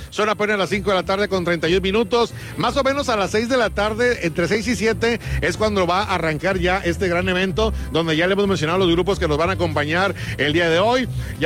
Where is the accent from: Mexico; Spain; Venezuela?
Mexico; como mexicanos, siempre salimos ahí al quite para hacer cualquier cosa.